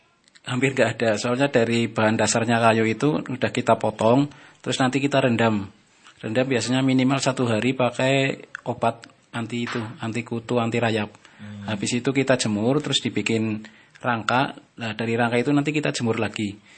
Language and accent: Indonesian; Wirasana, Central Java, Indonesia; saya dari Celeleng Wirasana.